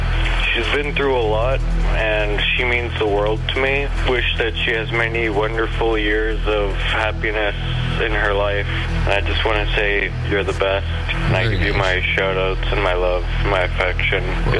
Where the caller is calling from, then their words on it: Winnipeg, Manitoba, Canada; I'm calling from Winnipeg, Manitoba.